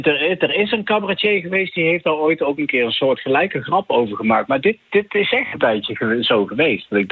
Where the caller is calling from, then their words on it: Eindhoven, North Brabant, Netherlands; Ja, hallo. … uit Eindhoven.